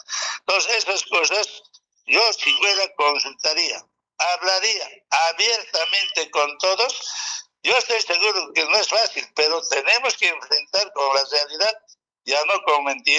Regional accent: Bolivia; nuestra responsabilidad como bolivianos

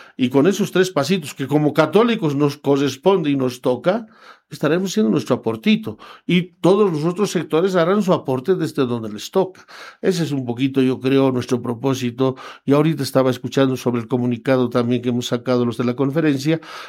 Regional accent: Bolivia; No, es mi problema. Yo soy boliviano.

